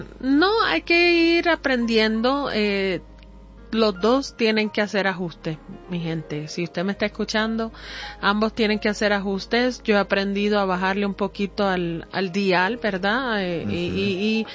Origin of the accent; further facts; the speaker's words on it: Puerto Rico; yo soy de Puerto Rico